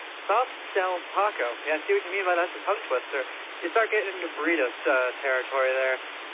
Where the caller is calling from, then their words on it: Manchester, North West England, United Kingdom; … all the way over here in Manchester, England.